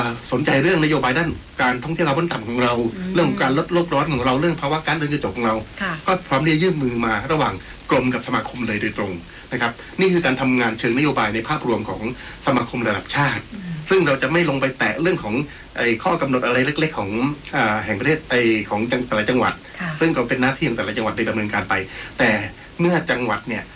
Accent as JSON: {"language": "Thai", "region": "Southern Thailand", "country": "Thailand", "said": "คือเราคนใต้นะคนใต้เราคิดอะไรก็ผงผางเลยตันตังตึงตังทำหนึ่งสองสาม"}